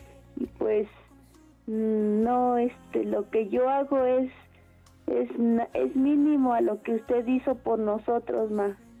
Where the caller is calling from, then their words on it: Naucalpan, State of Mexico, Mexico; Igual aquí en Naucalpan, Estado de México.